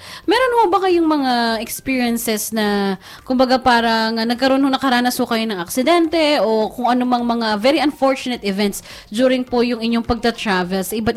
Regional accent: Indang, Calabarzon, Philippines; At tinanong niya kung saan yung hometown ko, which is in Indang, Cavite.

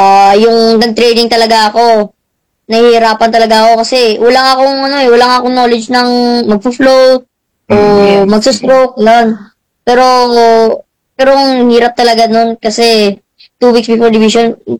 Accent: Cadiz City, Western Visayas, Philippines; Negros sa Cadiz City.

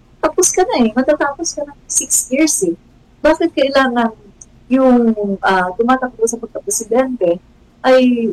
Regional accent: Mindanao, Philippines; hindi namin alam sino Duterte, pero taga Mindanao kami ah. Nag-migrate na lang.

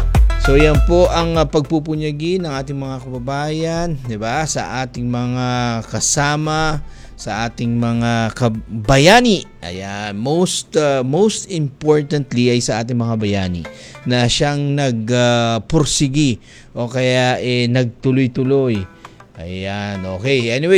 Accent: Marantao, Lanao del Sur, Philippines; which is in Marawi City, or rather in Lanao del Sur, in Marantao, in my hometown

